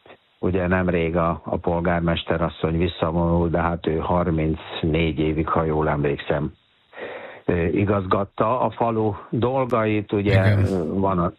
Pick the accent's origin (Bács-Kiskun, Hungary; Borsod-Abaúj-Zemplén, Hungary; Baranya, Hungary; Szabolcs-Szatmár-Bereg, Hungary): Baranya, Hungary; Nagypall; now in Bonyhád, Hungary; Nem, a kicsi falu Nagypal, Pécsváros mellett.